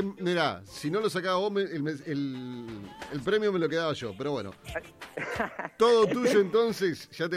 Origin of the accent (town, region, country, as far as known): Uruguay